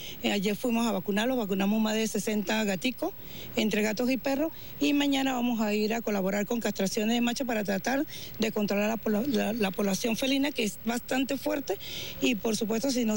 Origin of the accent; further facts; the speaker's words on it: San Cristóbal, Táchira, Venezuela; nosotros venimos de San Cristóbal, estado Táchira, y llegamos 2 días después de este movimiento tan terrible que azotó el estado